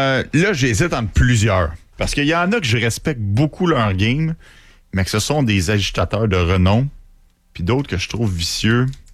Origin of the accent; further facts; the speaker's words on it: Quebec, Canada; Je suis canadien-québécois, oui, mais là, à ce moment-là, j'étais fier, puis pas à peu près d'être un Canadien.